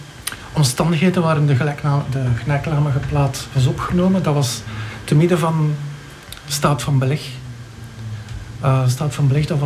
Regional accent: Belgium; Ik ben Belg, ja.

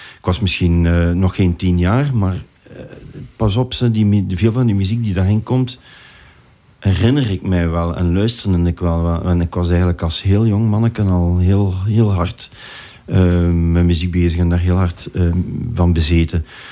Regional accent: Heppen, Flanders, Belgium; also born or lived in Hasselt; Ik ben opgegroeid in Heppen, het is te zeggen. Ik heb daar maar gewoond als ik 9 jaar was. En ik ben altijd naar school geweest in Hasselt.

